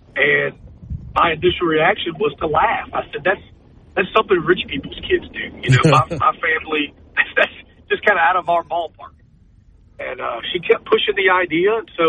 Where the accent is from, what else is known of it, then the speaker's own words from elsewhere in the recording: Hammond, Louisiana, United States; born and raised in Hammond, which is a Tangipahoa parish. You know, I grew up in a working-class family.